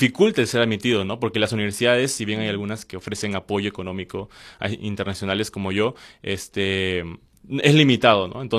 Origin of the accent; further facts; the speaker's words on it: Lima, Peru; yo, como tal, yo soy de Chorrillos